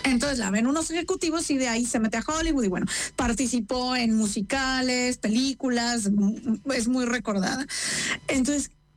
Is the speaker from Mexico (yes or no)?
yes; Mexico; ofende, a mi punto de vista, como mujer y como mexicana, me sentí ofendida.